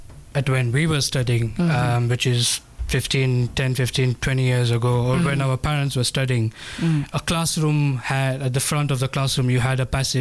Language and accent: English; Mombasa County, Kenya; moved away as an adult; now in Nairobi, Kenya; I was born and brought up in Mombasa, so a local Mombasa boy.